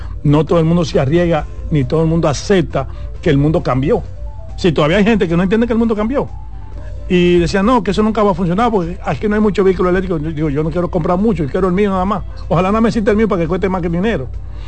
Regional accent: Dominican Republic; nosotros como dominicanos

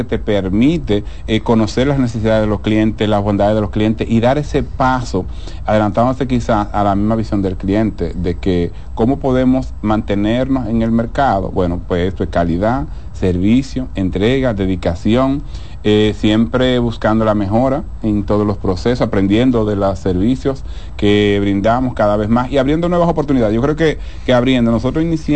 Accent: Constanza, La Vega, Dominican Republic; Como decía, yo vine de Constanza

